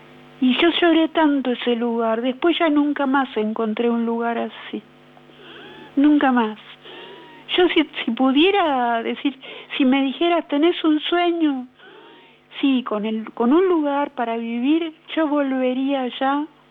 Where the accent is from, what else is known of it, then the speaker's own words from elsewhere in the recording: Buenos Aires, Argentina; Yo tenía 1 año, o sea que no sé nada. Nací en Núñez, mis padres vinieron conmigo a Belgrano al año que nací.